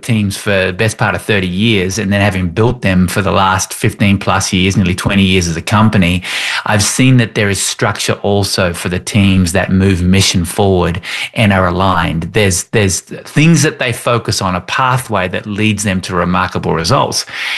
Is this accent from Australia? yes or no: yes; Tasmania, Australia; accent: Australian; moved away as an adult; now in Denver, United States; I've been here. I'm in my 25th year living in the US, though. I reside in the Denver area, but grew up in Tasmania, born and raised in Tasmania.